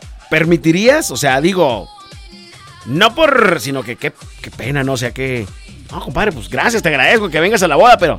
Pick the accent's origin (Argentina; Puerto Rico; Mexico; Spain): Mexico; ya es americano, yo soy mexicano, y ¿a poco ya voy a tener los papeles?